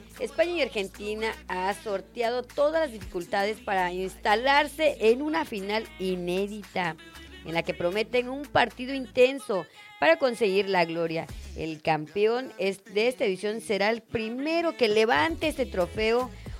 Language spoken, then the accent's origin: Spanish; Mexico; a nosotros como mexicanos